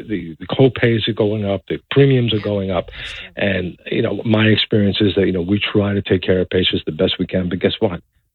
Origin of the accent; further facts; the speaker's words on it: Brooklyn, New York, United States; also born or lived in Long Island; Born and raised in Brooklyn, raised in Long Island.